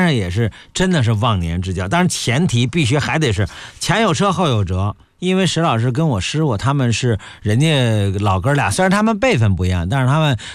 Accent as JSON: {"language": "Chinese", "region": "Beijing", "country": "China", "said": "人家你像我就是北京的，我从来不在师傅家住"}